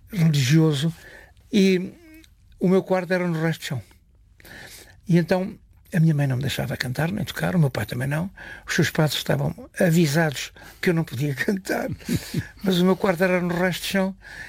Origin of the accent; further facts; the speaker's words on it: Chamusca, Santarém, Portugal; então conhecia em 1950, na minha terra natal, na Chamusca.